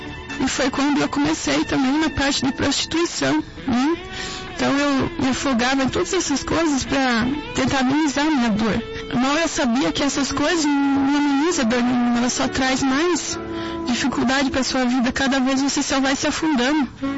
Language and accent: Portuguese; Sorocaba, São Paulo, Brazil